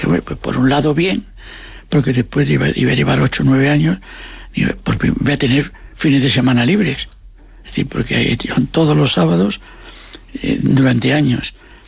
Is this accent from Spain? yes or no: yes; Asturias, Spain; Como yo soy asturiano, digo, ¿de dónde?